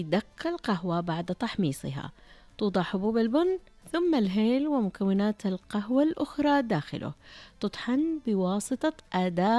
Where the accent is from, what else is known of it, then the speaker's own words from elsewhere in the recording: Mecca, Makkah Province, Saudi Arabia; born there; moved away; مكة مسقط رأسي.